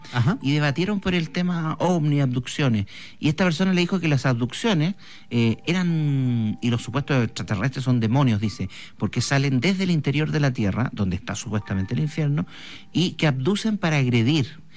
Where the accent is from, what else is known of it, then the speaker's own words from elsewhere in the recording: Talcahuano, Biobío, Chile; soy de Talcahuano.